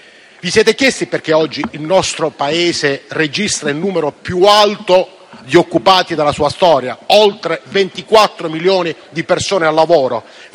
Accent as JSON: {"language": "Italian", "town": "Bari", "region": "Apulia", "country": "Italy", "said": "Io sono di Bari, una città del sud"}